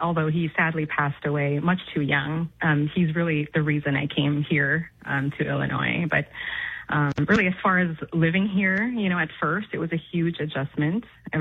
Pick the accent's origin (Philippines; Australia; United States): Philippines; Metro Manila; I was raised by a single mother in the Philippines